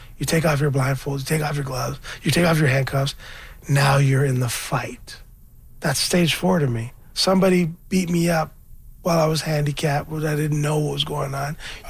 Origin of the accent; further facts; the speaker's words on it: Scarborough, Ontario, Canada; I'm from Scarborough. I'm a rapper.